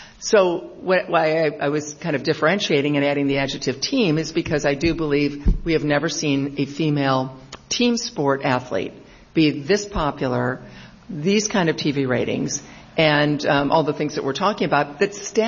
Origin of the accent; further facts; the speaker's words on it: United States; as an American